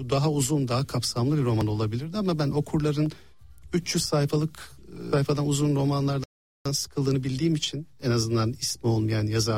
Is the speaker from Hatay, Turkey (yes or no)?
no; Istanbul, Turkey; Ben İstanbul'da doğdum büyüdüm, hatta Ortaköy'de doğdum. Hı hı. Ve 10 yaşıma kadar da orada yaşadık, sonra Kadıköy'e geçtik.